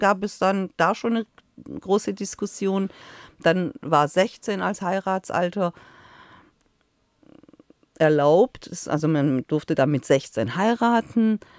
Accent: Iran; Also ich fand einfach mir persönlich als Iranerin hat die Anteilnahme sehr gefehlt.

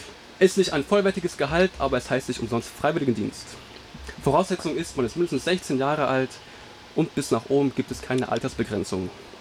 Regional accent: Germany; Ich komme aus Deutschland, mache meinen Bundesfreiwilligendienst im Bereich Krankentransport.

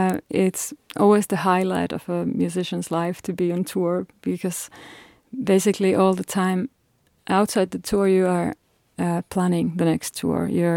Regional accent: Finland; now in Denmark; I'm from Finland originally and I live in Denmark

